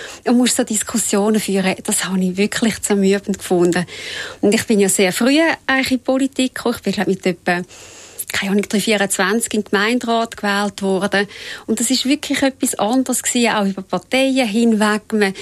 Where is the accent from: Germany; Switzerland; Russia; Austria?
Switzerland; ich bin in Rätischen aufgewachsen